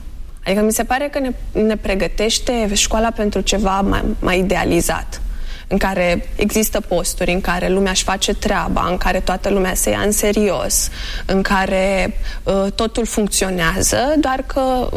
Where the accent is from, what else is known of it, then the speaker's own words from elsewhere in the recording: Chișinău, Moldova; moved away; când am crescut eu acolo